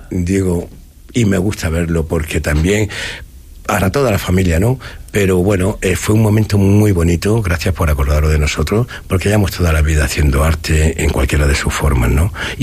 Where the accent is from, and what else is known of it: Granada, Andalusia, Spain